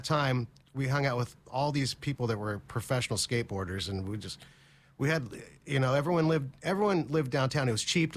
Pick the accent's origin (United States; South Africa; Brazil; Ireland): United States; San Jose, California; we're from San Jose, California.